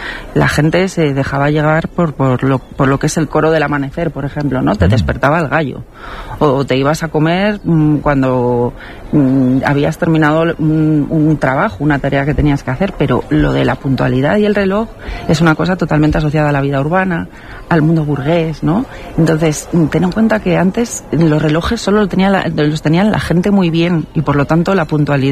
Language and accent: Spanish; Ponferrada, Castile and León, Spain; y además que yo soy una parvenida de Ponferrada.